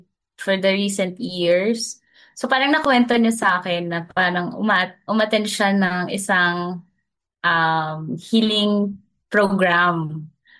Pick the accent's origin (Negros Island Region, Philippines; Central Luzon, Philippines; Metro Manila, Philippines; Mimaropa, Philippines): Metro Manila, Philippines; Malabon; E tapos po, di ba, sobrang layo. I'm from Malabon. Tapos Mandaluyong po yung.